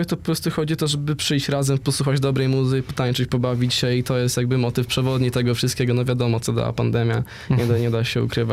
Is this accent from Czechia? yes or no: no; United Kingdom; No przez pewien okres wychowywałem się właśnie w UK.